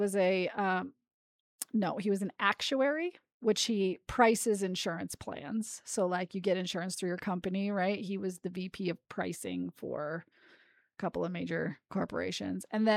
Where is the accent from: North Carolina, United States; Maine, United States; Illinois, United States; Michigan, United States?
Maine, United States; moved away as an adult; now in Utah, United States; I grew up in Maine, so that's where I spent my formative years.